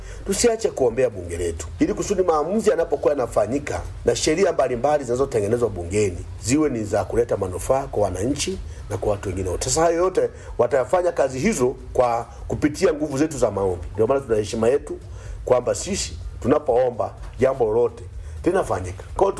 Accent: Tanzania; Nazungumza leo sisi ni Watanzania na Tanzania yetu ndio Mungu ametupatia.

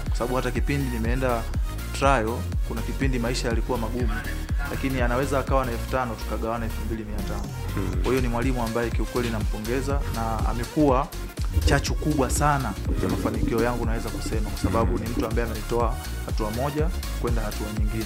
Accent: Iringa, Tanzania; watu wengi wanajua kwa mimi ni mtu wa Iringa na mimi ni kijana wao kweli wa Iringa, ambaye nimeishi sana hapa miaka mingi.

